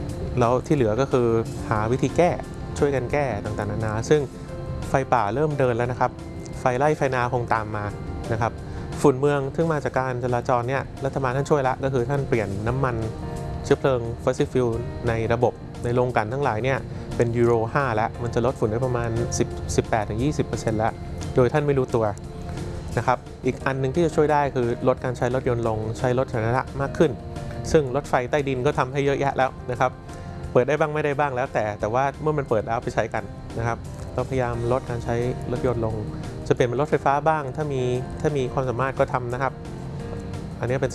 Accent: Bangkok, Thailand; เราเองคนกรุงเทพ

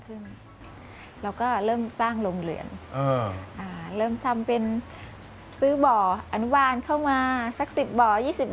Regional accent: Nakhon Pathom, Thailand; เราก็มาเริ่มต้นที่บ้านเกิดที่จังหวัดนครปฐมที่เนี่ยค่ะ

